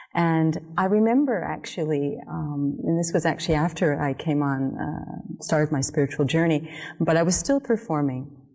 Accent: Calgary, Alberta, Canada; born or raised there

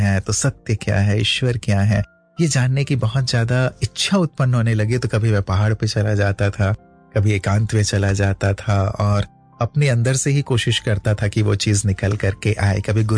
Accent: Ambikapur, Chhattisgarh, India; also born or lived in Bilaspur, Chhattisgarh; तो बिलासपुर में रहना हुआ, उसके बाद पिताजी का ट्रांसफर हो गया तो हम अंबिकापुर चले गए, वो भी छत्तीसगढ़ में ही है। तो वहीं मेरी स्कूलिंग आदि सभी अंबिकापुर में ही हुई।

